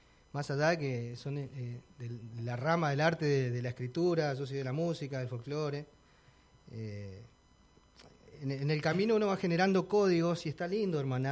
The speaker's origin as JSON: {"language": "Spanish", "town": "La Verde", "region": "Chaco", "country": "Argentina", "tie": "born or raised there", "also_born_or_lived": "Buenos Aires", "moved": "as an adult", "lives_now": "Cipolletti, Argentina", "said": "yo nací en El Chaco, nací en La Verde, un pueblito que está a 50 kilómetros de Capital de Resistencia."}